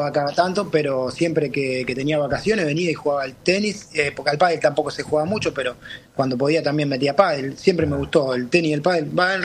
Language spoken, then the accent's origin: Spanish; Arroyo Seco, Santa Fe, Argentina; born there